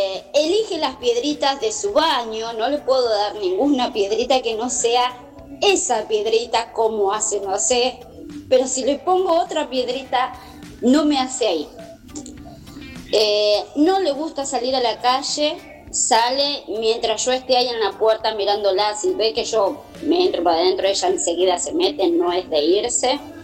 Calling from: San Justo, Buenos Aires Province, Argentina; soy de San Justo

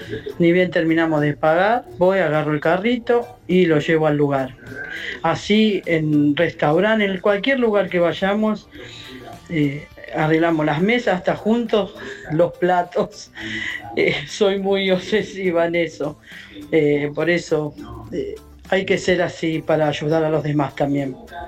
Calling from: Lanús, Buenos Aires Province, Argentina; de Lanús.

